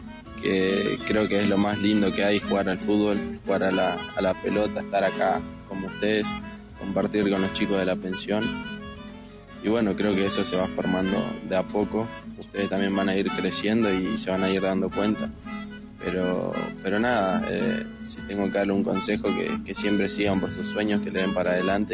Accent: Misiones, Argentina; born or raised there; moved away

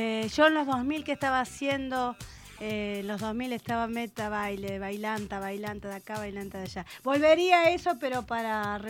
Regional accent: Argentina; yo soy de Buenos Aires

